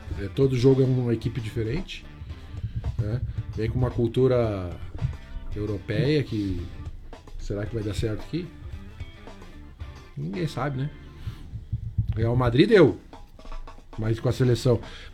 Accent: Rio Grande do Sul, Brazil; Eu sou gaúcho, né?

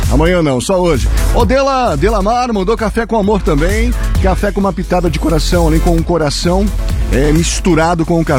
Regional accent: Brazil; somos brasileiros

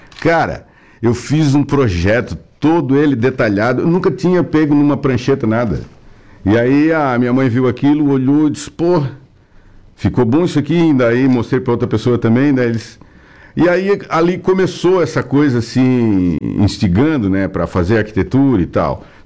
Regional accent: Araranguá, Santa Catarina, Brazil; moved away as an adult; also born or lived in Florianópolis / Porto Alegre; Eu estou aqui nessa cidade, nasci aqui, sou araranguaense da Gema. Conheço muita gente aqui em Araranguá. E depois eu saí de Araranguá, fui morar em Florianópolis, depois fui morar em Porto Alegre. Morei 10 anos em Porto Alegre.

